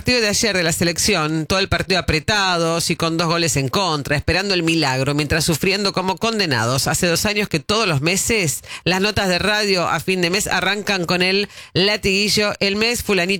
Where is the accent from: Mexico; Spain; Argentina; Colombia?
Argentina; Santa Fe; Soy de Santa Fe y coincido en todo contigo.